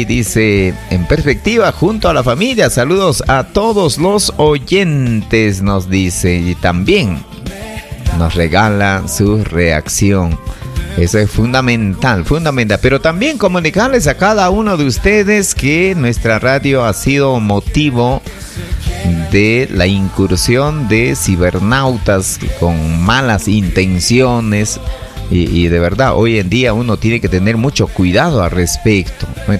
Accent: Ayacucho, Peru; yo soy de Huamanga

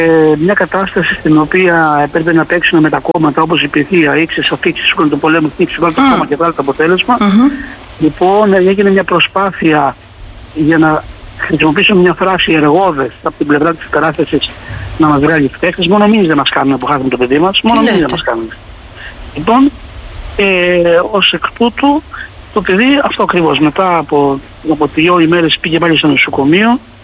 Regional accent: Katouna, Western Greece, Greece; born there; now in Thessaloniki, Greece; να ακουστώ και στην πατρίδα μου, την Λοκαρνανία.

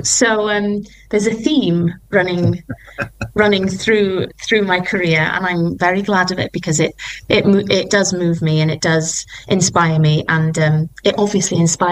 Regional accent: Wales, United Kingdom; first language Welsh; English is a second language; it all began being Welsh, and Welsh being my first language.

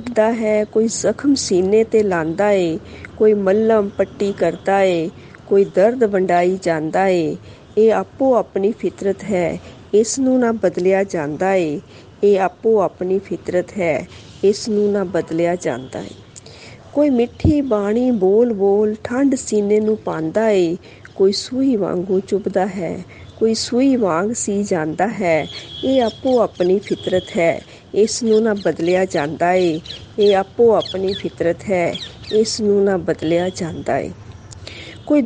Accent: Patiala, Punjab, India; ਮੈਂ ਪਟਿਆਲਾ ਤੋਂ

